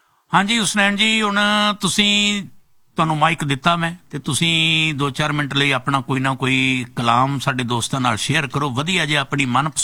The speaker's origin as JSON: {"language": "Punjabi", "town": "Faridkot", "region": "Punjab", "country": "India", "said": "ਸਾਡੇ ਫਰੀਦਕੋਟ ਦਾ ਸੀ ਜੀ, ਮੈਂ ਵੀ ਫਰੀਦਕੋਟ ਦਾ ਹੀ ਹਾਂ"}